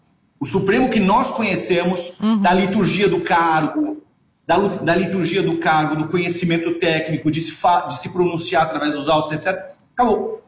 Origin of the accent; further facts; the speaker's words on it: Brazil; Eu fiquei estarrecido e envergonhado enquanto brasileiro.